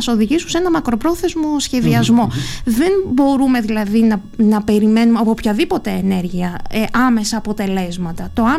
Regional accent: Greece; Ένα ιδιαίτερο χαρακτηριστικό μας ως Έλληνες

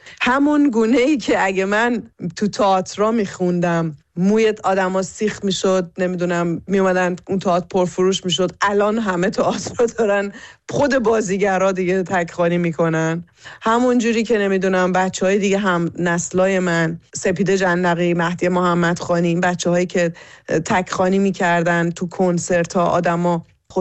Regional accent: Iran; moved away; داره دو سال میشه که از شهریور دیگه میشه دو سال که من از ایران اومدم بیرون و از اون فضا دور شدم.

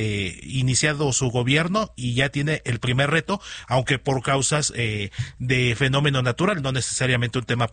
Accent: Mexico

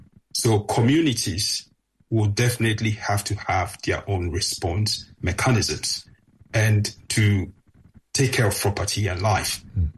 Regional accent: Ghana; English is a second language; now in United Kingdom; I grew up in Ghana without any swimming lessons. I had to come to the UK to learn how to swim.

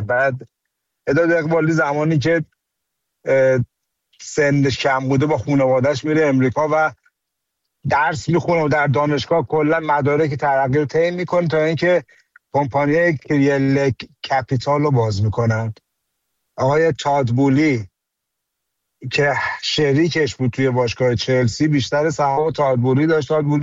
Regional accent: Iran; به عنوان یه ایرانی

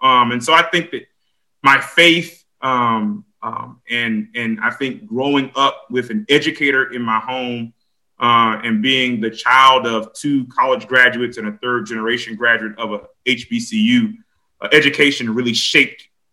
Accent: Atlanta, Georgia, United States; I'm a native son of Atlanta, Georgia, so I'm a native of the South. Was born and raised in Atlanta.

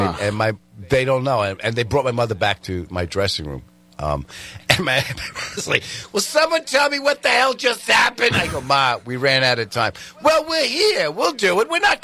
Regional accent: Queens, New York, United States; No, I was born in Hillcrest in Jamaica, and then I lived above. Where my parents had an apartment above my grandfather and my father and my uncle were plumbers on Liberty Avenue, and it was an apartment.

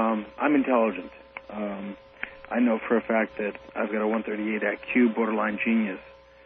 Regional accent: Huntington, New York, United States; No, I'm from Suffolk County. I'm from Huntington.

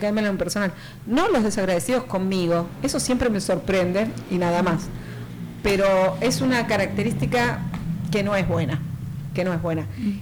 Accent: Argentina

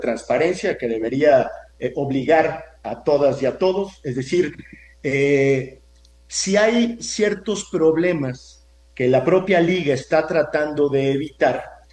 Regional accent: Guadalajara, Jalisco, Mexico; yo soy de Guadalajara, simpatizo por supuesto con los Leones Negros, aunque le voy a las Chivas

